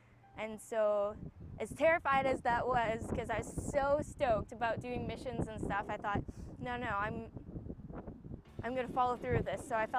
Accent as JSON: {"language": "English", "country": "Canada", "moved": "yes", "lives_now": "Perth, Australia", "said": "I'm from Canada. I'm on staff here at YWAM Perth"}